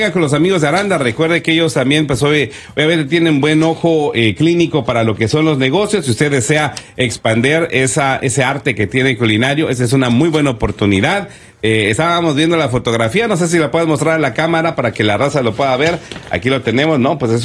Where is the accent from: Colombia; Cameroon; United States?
United States; Racine, Wisconsin; born there; Yo he vivido casi toda mi vida es toda mi vida en la ciudad de Racine